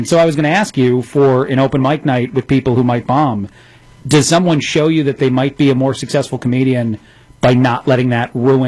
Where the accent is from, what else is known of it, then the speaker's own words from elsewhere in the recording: New Jersey, United States; born there; moved away; also born or lived in South Bend, Indiana / Chicago; I was born in Jersey, and then I lived in South Bend for a while, actually